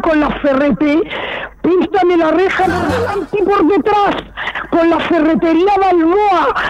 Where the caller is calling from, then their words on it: Valenzuela, Chile; en Valenzuela